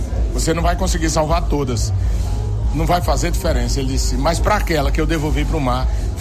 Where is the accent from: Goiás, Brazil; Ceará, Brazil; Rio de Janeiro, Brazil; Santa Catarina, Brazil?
Ceará, Brazil; Juazeiro do Norte; Eu sou de Juazeiro do Norte, lá no Cariri cearense.